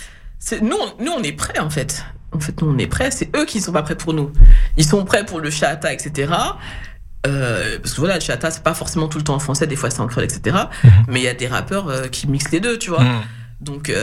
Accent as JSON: {"language": "French", "region": "Antilles", "country": "France", "said": "pour nous, ultramarins"}